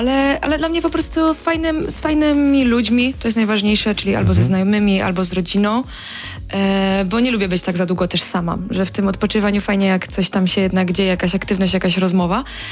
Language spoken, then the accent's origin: Polish; Krapkowice, Opole Voivodeship, Poland; now in Warsaw, Poland; Ojejku, pewnie. Ja do Krapkowicy czas wracam i jestem pomiędzy Warszawą a Krapkowicami cały czas